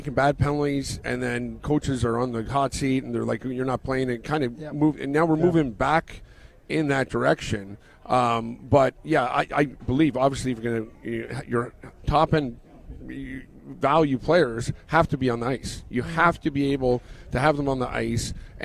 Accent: Niagara-on-the-Lake, Ontario, Canada; obviously I grew up in Niagara Lake. My mom was born in Buffalo. I spent a lot of time in Buffalo.

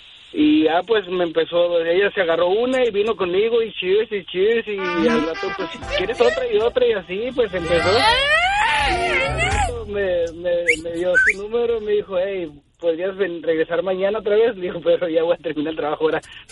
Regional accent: Mexico; yo le digo, pues yo soy de México

